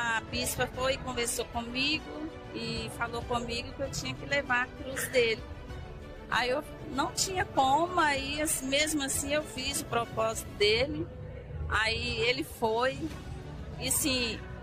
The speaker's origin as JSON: {"language": "Portuguese", "town": "Belo Horizonte", "region": "Minas Gerais", "country": "Brazil", "said": "Santuário do Lagoa."}